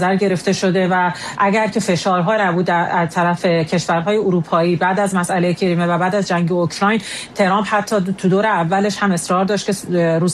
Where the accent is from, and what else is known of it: Iran